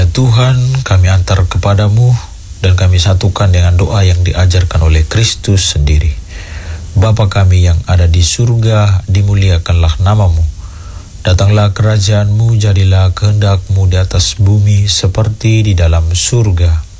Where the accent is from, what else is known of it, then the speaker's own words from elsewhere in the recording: Flores, East Nusa Tenggara, Indonesia; kampung halaman kami di tanah Flores yang kami cinta ini.